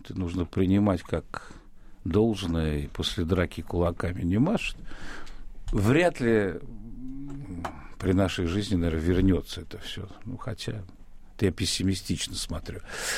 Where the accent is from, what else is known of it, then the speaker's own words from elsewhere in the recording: Saint Petersburg, Russia; Я вырос на Невском. Для меня Невский — это все.